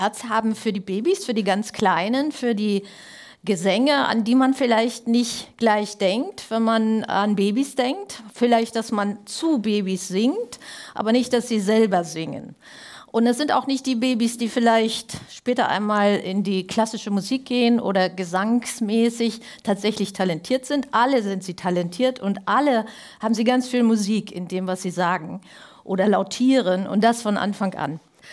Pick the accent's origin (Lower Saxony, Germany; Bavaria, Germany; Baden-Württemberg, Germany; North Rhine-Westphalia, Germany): Bavaria, Germany; Würzburg; Ich komme aus Würzburg